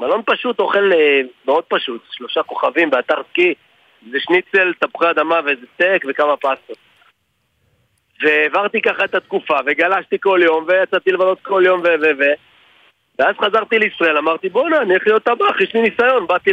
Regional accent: Northern District, Israel; moved away as an adult; now in Tel Aviv, Israel; גם אני קיבוצניק אגב, במקור מקיבוץ ניר דוד, ובאיזשהו שלב עברתי לתל אביב, כמו שעושים כזה אחרי הדיול, אחרי הצבא

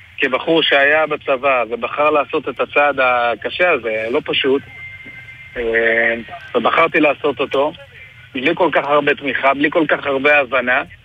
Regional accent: Jerusalem, Jerusalem District, Israel; אני גדלתי ברוך השם עובדות חרדים, בארנוב, שכונת ירושלים, תשעה אחים.

